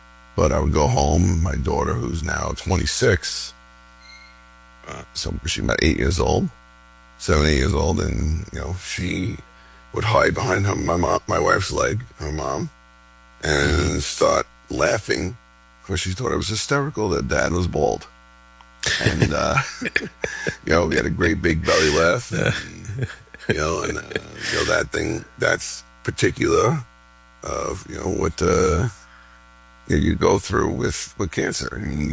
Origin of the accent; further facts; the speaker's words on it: New York City, New York, United States; between my personal family and, you know, growing up in New York City and my three brothers, New York City firemen